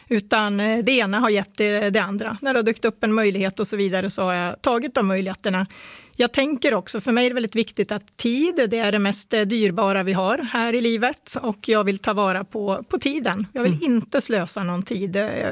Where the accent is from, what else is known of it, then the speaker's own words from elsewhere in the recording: Jämtland County, Sweden; Jag är delvis uppvuxen i Härjedalen. Min familj hade en liten stuga i Tännäs som inte ligger så många mil ifrån Vemdalen.